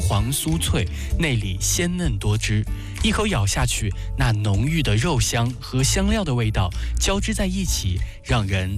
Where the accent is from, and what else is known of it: China